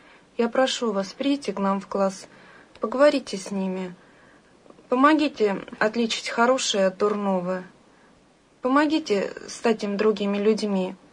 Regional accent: Moscow Oblast, Russia; Я родом из Подмосковья. Родители мои русские люди. Росла я в семье неверующих.

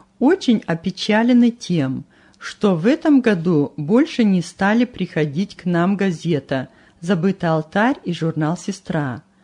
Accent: Russia; Обе страны дороги моему сердцу. В России я вырос, а на Украине, в Херсоне, служил в армии.

